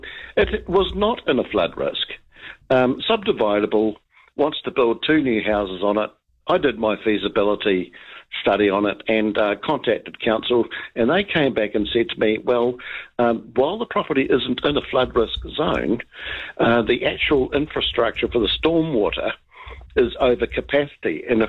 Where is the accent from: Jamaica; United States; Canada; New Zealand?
New Zealand; Christchurch, Canterbury; now in Auckland, New Zealand; I'm originally from Christchurch